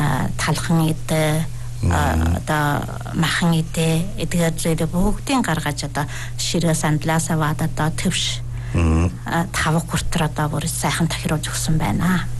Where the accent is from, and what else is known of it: Inner Mongolia, China